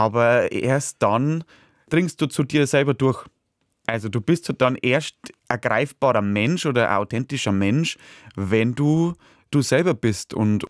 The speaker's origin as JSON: {"language": "German", "region": "Bavaria", "country": "Germany", "said": "im Bayerischen Wald, wo ich herkomme"}